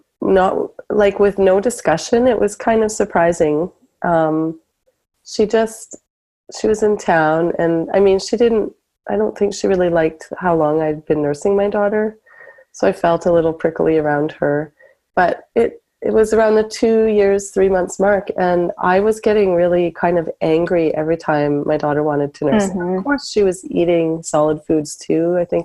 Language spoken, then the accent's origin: English; Canada; also born or lived in Yukon / Toronto; And I'm from Canada. And when I had her, I was mostly living in the Yukon and also Toronto in Ontario, going to school.